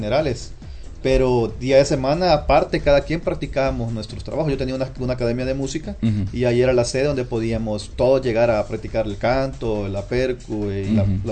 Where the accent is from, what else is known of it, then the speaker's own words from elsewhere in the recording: Metapán, Santa Ana, El Salvador; somos de Metapán